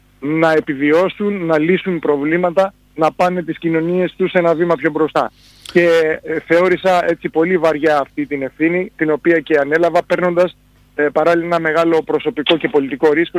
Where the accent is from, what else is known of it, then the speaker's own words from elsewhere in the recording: Greece; στο νησί μου ένας άνθρωπος μέσα από τα σπλάχνα του γέννημα θρέμα